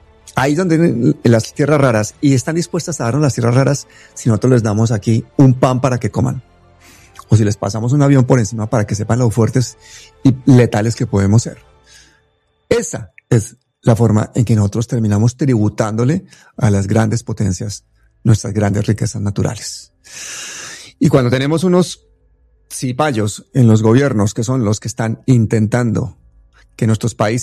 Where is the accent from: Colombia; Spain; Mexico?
Colombia; nuestra posición en este momento como pueblo colombiano